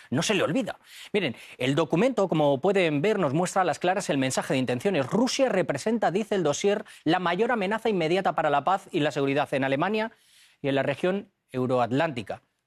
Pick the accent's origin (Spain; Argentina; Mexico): Spain; A mí, de verdad, como español, como europeo, me duele en el alma de qué forma millones y millones de personas podrían ser arrastradas a ese callejón sin salida